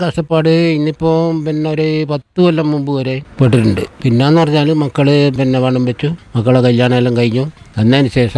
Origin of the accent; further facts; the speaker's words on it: Thillankery, Kerala, India; Thillankeri.